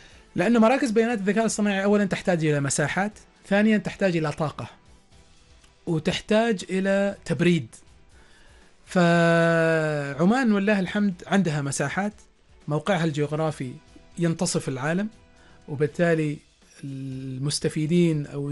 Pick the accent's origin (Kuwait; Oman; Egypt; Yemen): Oman; عندنا في عمان